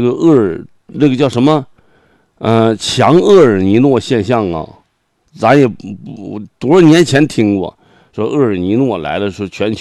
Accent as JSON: {"language": "Chinese", "region": "Heilongjiang", "country": "China", "said": "那跟我们黑龙江人"}